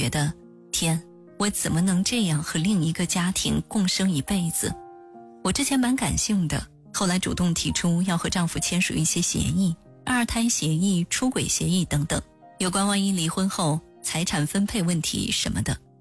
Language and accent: Chinese; Sichuan, China; 我来自四川一个地级市，他来自重庆。